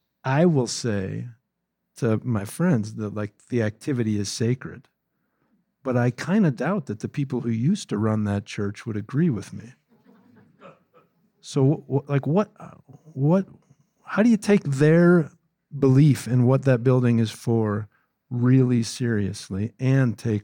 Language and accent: English; Chicago, Illinois, United States; now in Portland, United States; I grew up without the word church. I was raised Jewish in Chicago.